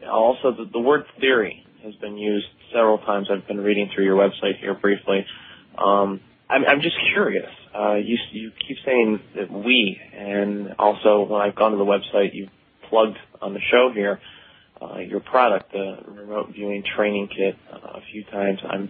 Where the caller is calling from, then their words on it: East Coast, United States; I work for a government agency here on the East Coast.